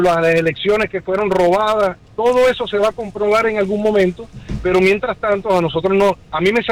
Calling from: Venezuela; el venezolano.

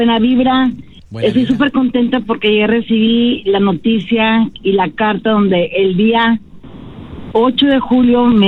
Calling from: Monterrey, Nuevo León, Mexico; Soy de Monterrey, Nuevo León, México.

